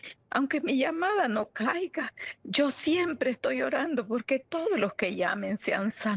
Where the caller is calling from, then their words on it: Minas de Oro, Comayagua, Honduras; Llamo desde Honduras, de Minatioro, Comayagua, Honduras